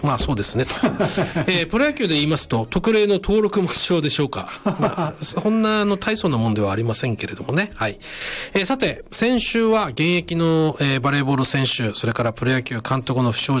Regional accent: Akita, Japan; ただまあこう地元の秋田にいる身として

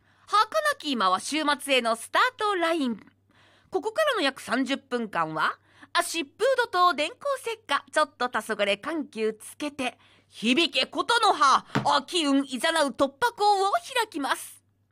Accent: Urawa, Saitama, Japan; 改めまして、浦和生まれ浦和育ちの講談師、

